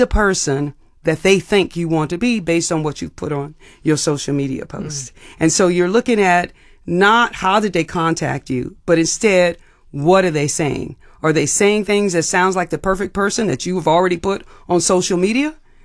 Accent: New Orleans, Louisiana, United States; I grew up in New Orleans. You didn't answer the door.

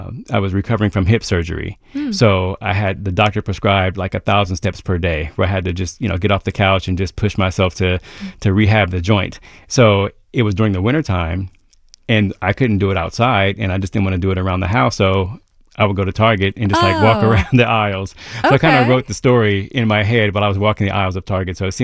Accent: Columbus, Ohio, United States; I'm from Columbus's East Side. I guess they call it now the King Lincoln District, or Bronzeville, as it was called back in the day.

